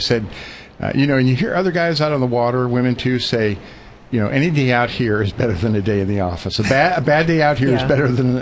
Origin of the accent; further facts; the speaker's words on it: Orange County, California, United States; I grew up in Orange County between two Marine bases, a jet fighter base and a helo base